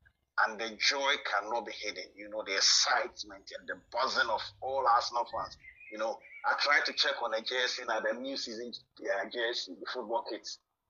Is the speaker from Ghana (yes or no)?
yes; Ghana; Likewise, we as Africans, and most especially Ghana, on the day that you were born, when you mention the name, everyone in Ghana